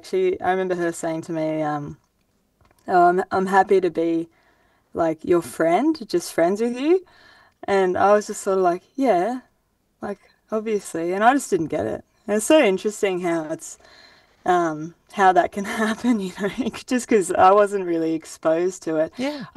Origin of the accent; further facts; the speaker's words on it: Grafton, New South Wales, Australia; I grew up in Grafton. It's like a small town, about 25 to 30,000 people, northern New South Wales.